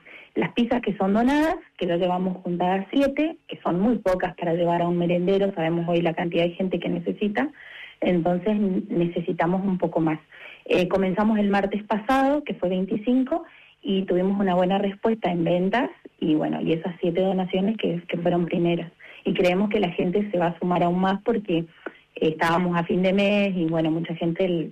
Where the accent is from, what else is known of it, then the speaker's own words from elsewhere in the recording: Chaco, Argentina; moved away; porque nosotros somos chaqueños, y estamos acá hace 20 años.